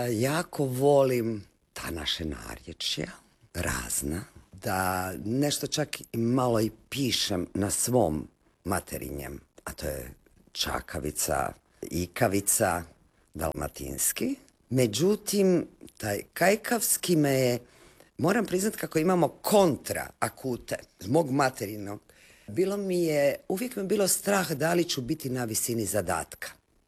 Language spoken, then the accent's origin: Croatian; Croatia; accent: Chakavian; first language Chakavian; kako ne govorim na svom materinjem jeziku, a to je čakavica